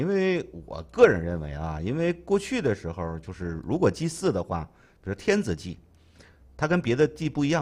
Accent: Northeast China, China; 咱们东北这边什么大黏米、小黏米

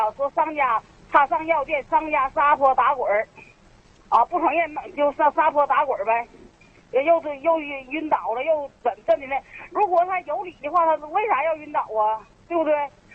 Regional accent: Shenyang, Liaoning, China; 我是沈阳的。

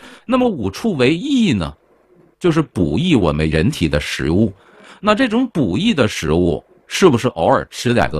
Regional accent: China; 咱们中国人是最会养生的

